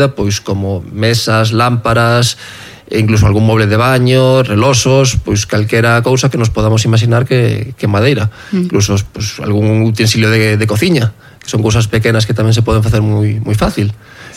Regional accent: Portal, Galicia, Spain; Son daqui do Portal, levo toda a vida aquí

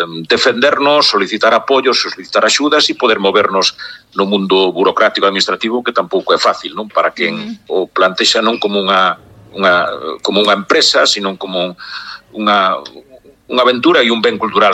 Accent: Verín, Galicia, Spain; also born or lived in O Rosal; Eu son de Verín, na que viví moitos anos aí no Rosal, por se teño esa relación, ese vínculo co Rosal tan estreito

